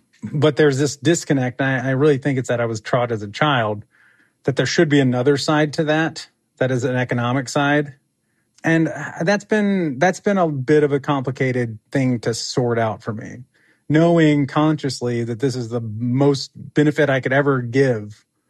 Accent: Texas, United States; we are originally from Texas, and that's where I was a firefighter.

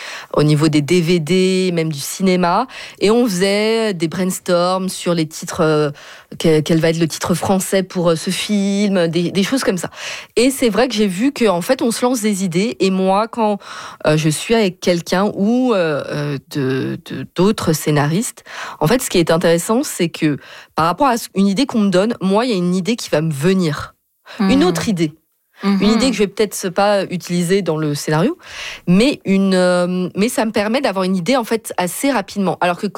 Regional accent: France; en tout cas, moi, je viens de France. En France, il y a peut-être plus, on dit toujours, il y a le côté organique d'écrire un film.

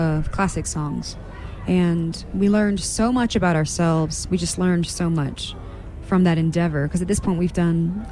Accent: Georgia, United States; growing up in North Georgia, we of course had access to a lot of picking parties and bluegrass festivals.

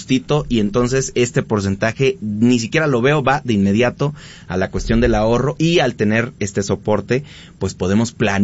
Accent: Mexico; soy mexicano

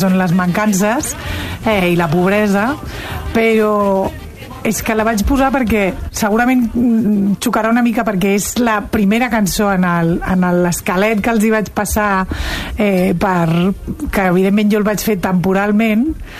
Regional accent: Barcelona, Catalonia, Spain; Sí, nosaltres som de Barcelona ciutat.

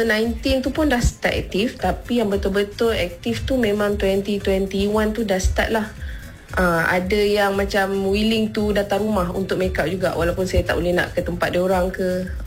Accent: Kuala Lumpur, Malaysia; bila saya dah balik KL, orang dah start hire saya untuk yang makeup dekat area KL lah pula, sebab saya memang asal Kuala Lumpur.

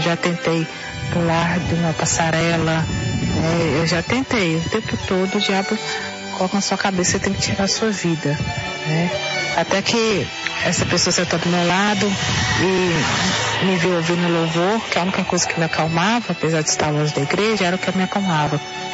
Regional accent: Belo Horizonte, Minas Gerais, Brazil; sou de BH.

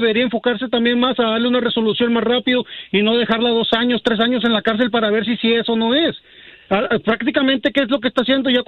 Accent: Mexico; yo soy mexicano, pero mi esposa es del Salvador.

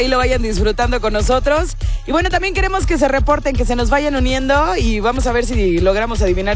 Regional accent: Monterrey, Nuevo León, Mexico; soy regia.

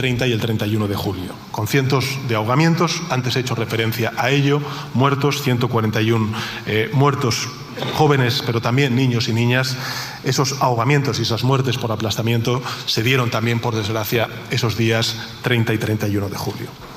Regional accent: Spain; como presidente del Gobierno de España y como ciudadano español, afirmo que hicieron lo correcto

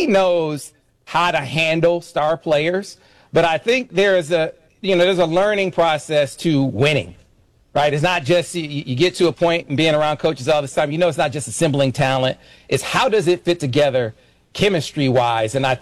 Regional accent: Flint, Michigan, United States; The very first domino to fall was obviously Trey McKinney from my hometown of Flint.

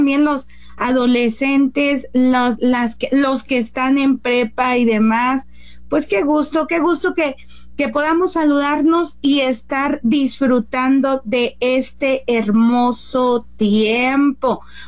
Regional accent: Guerrero, Mexico; Que soy de Guerrero

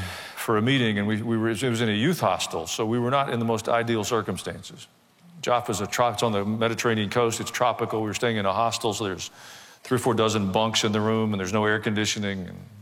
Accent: the South, United States; born or raised there

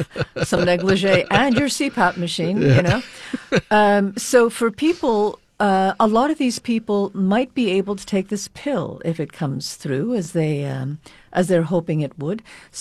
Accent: Canada; we'd go, hi, we're from Canada and we'd like a Danish.

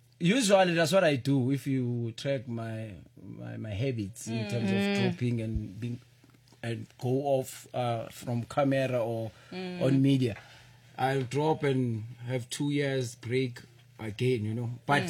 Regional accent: Vosloorus, Gauteng, South Africa; In Vosloorus.

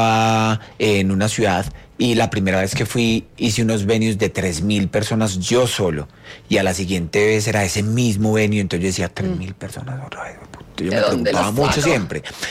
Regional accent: Colombia; para Colombia porque tengo que hacer en Colombia ir a hablar sobre mi canción en Colombia, que es mi país de origen.

